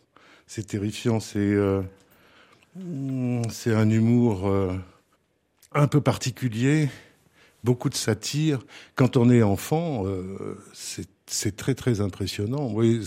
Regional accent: Gap, Provence-Alpes-Côte d'Azur, France; born there; Alors, je suis né au milieu du siècle dernier, dans le quartier du Rochasson, au-dessus de Gap.

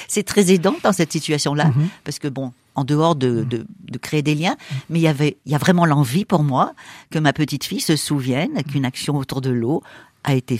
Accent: France; Alors on dit « Oui ».

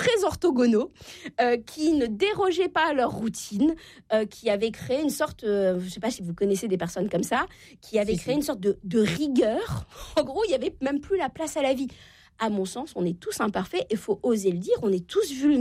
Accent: Normandy, France

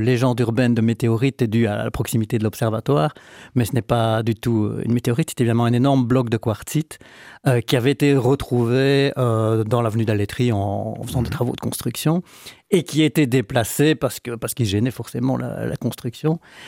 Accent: Chèvremont, Bourgogne-Franche-Comté, France; Moi, étant plus âgé, j'en ai connu encore dans mon enfance à Chèvremont notamment.

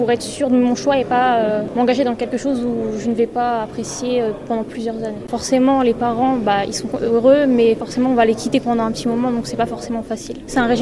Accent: Normandy, France; j'ai 18 ans. Je suis originaire de Normandie, dans l'Eure.

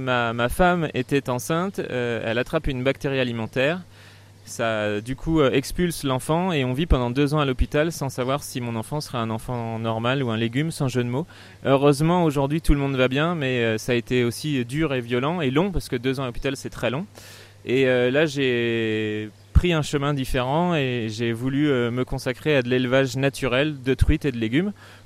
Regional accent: Auvergne-Rhône-Alpes, France; Chez nous en Auvergne, partout où il y a de l'eau, on fait de l'élevage de truites.

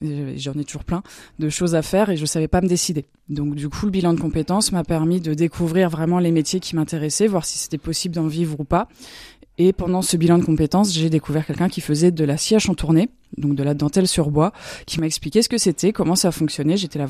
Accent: Grand Est, France; moved away; Moi je suis originaire d'Alsace en fait

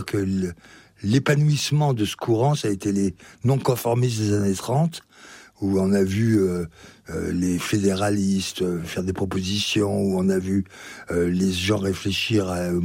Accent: Belley, Auvergne-Rhône-Alpes, France; Et après, j'étais chez moi, je suis chez moi à Belley.

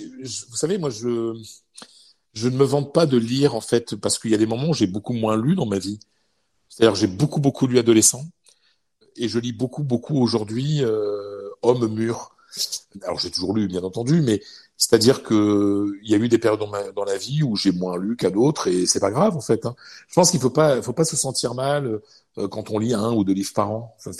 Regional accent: Hauts-de-France, France; moved away as an adult; also born or lived in Madrid, Spain; Je viens d'une famille modeste, d'un petit village du Pas-de-Calais. J'ai été élevé à la ferme. Voilà, mes grands-parents étaient agriculteurs, hein, petits agriculteurs, hein, toute petite ferme, 5 hectares, 4 vaches

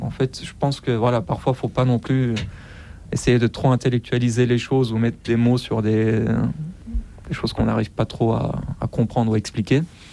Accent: Iran; now in France; quand j'ai quitté l'Iran

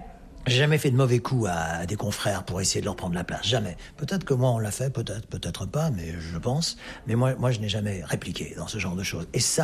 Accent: France; born there; ce qui est ma demi-nationalité vu que je suis né en France, de mère néerlandaise.

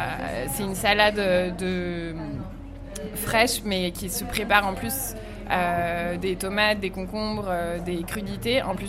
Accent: Nigeria; French is a second language; moved away as an adult; also born or lived in Italy; now in Marseille, France; J'ai cuisiné pendant très longtemps au Nigeria avec ma mère pendant 7 ans dans un restaurant.

